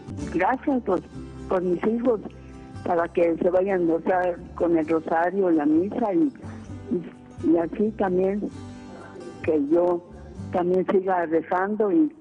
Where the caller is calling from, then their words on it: León, Guanajuato, Mexico; Sí, de acá de León, Guanajuato. Estoy aquí en calle, aquí en mi casa